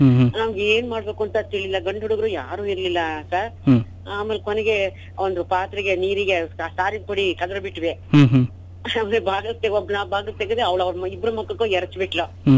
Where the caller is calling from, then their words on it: Sakleshpur, Karnataka, India; ನಾನು ಸಕಲೇಶ್ಪುರಿಂದ